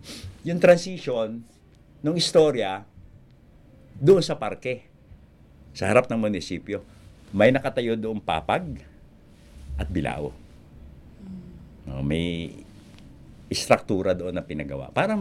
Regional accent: Pagbilao, Calabarzon, Philippines; sa amin sa Pagbilao

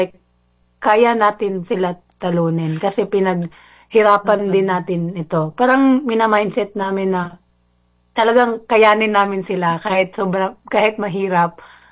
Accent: Magsaysay, Northern Mindanao, Philippines; I'm from Magsaysay, Misamis Oriental po.

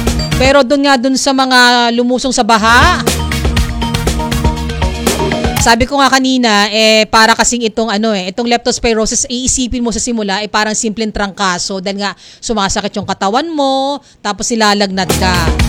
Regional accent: Marikina, Metro Manila, Philippines; Dahil ako po, kung hindi nyo na itatanong, taga Marikina City ako, na ilang beses na rin naka-experience ng mga pagbaha dyan.

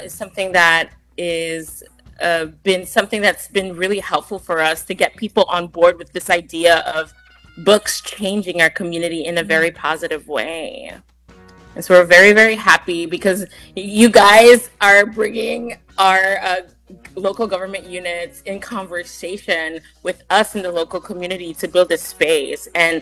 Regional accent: Santo Niño, Philippines; What are the things that I wish as a kid growing up in Santo Niño? We don't have a public library. We don't have museums.

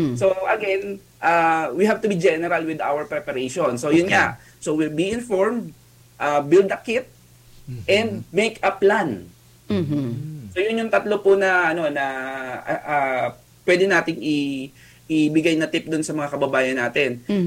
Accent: Calabarzon, Philippines; Ako po, taga Batangas ako. Nasa Batangas po ako ngayon.

